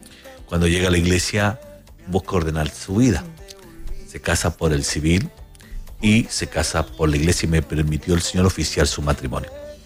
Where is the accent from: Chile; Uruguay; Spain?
Chile; moved away; una palabra que es muy propia tan chilena